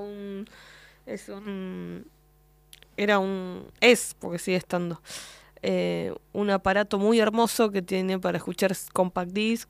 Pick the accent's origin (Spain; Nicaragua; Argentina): Argentina; yo como ciudadana que soy, como argentina que soy, deseo que mi país también siga estando